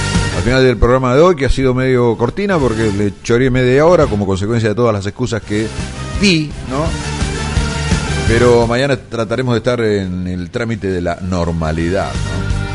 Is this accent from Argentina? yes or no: yes; Argentina